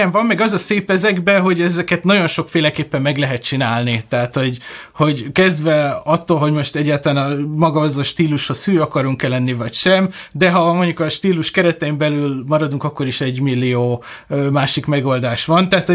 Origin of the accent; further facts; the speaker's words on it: Pécs, Baranya, Hungary; moved away; én Pécsről jövök, ott jártam az ottani zeneiskolába, illetve még a középiskolát, Konzit, illetve a gimnáziumot is ott végeztem.